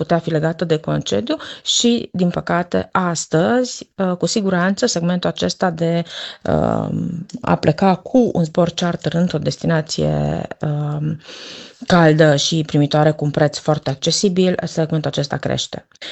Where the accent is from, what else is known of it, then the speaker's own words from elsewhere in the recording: Baia Mare, Maramureș County, Romania; pentru un turist din Baia Mare, pentru că eu sunt din Baia Mare